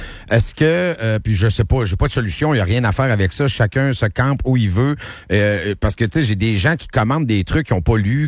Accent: Quebec, Canada; Moi, je viens du début des années 80, donc l'ère très PQ, très nationaliste, très nous sommes Québécois

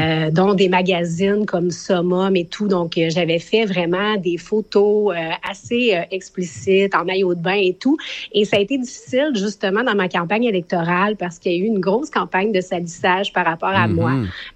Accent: Quebec, Canada; now in Rawdon, Canada; moi, je suis gaspésienne d'origine et je suis déménagée à Rawdon.

